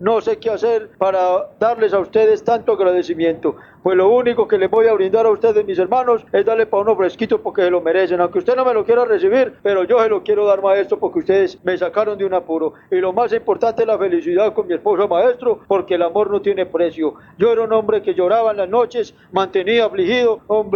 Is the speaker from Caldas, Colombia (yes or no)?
no; Don Matías, Antioquia, Colombia; Hombre, yo vengo de Don Matías, muy agradecido con ustedes.